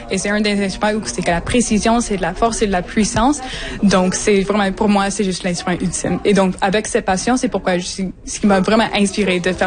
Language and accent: French; Manitouwadge, Ontario, Canada; French is a second language; on vient de Manitouage. Moi, je voyage à Marathon pour mes études. Donc, oui, on a un petit pente de ski